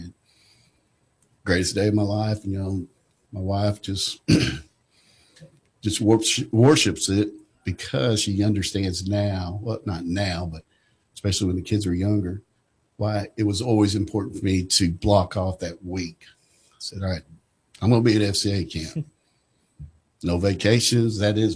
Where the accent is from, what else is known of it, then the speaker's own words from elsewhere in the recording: Jacksonville, Arkansas, United States; I grew up in Jacksonville with Arkansas Tech.